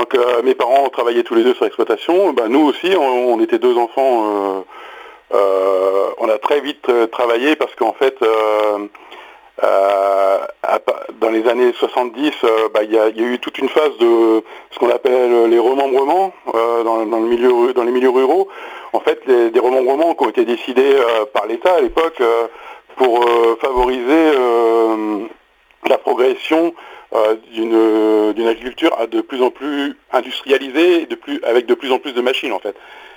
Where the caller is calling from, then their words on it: Pays de la Loire, France; j'appelle de la Sarthe, de l'ouest de la Sarthe exactement, près de Loué.